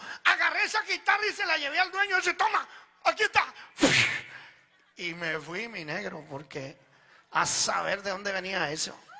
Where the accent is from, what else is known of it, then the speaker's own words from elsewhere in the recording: Venezuela; moved away as an adult; also born or lived in Italy; now in Sacramento, United States; Yo nací en Italia, yo soy italiano. Llegué como a la edad de 7 años allá en Venezuela. Ahí nos criamos. Estuve viviendo allá en Venezuela como casi 37, 38 años, no sé cuánto. Ahora tengo 53.